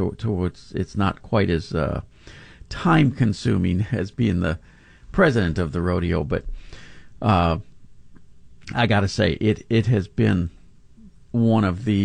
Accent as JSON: {"language": "English", "town": "Pasadena", "region": "Texas", "country": "United States", "tie": "born or raised there", "moved": "as an adult", "lives_now": "Denton County, United States", "said": "I'm in Houston typically Monday through Friday. I grew up in Pasadena, so that's where I have a place when I'm down here."}